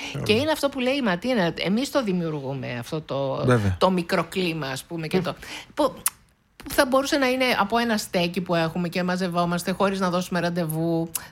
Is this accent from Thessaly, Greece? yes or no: no; Thessaloniki, Central Macedonia, Greece; εγώ είμαι ΠΑΟΚ βέβαια έτσι ως Θεσσαλονικιά